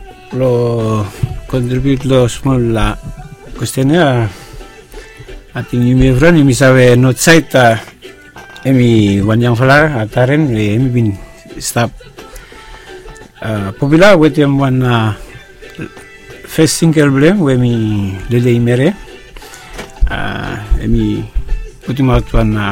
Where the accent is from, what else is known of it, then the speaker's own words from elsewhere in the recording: Mele, Shefa, Vanuatu; I'm from Bagaliliu. I'm from Mele.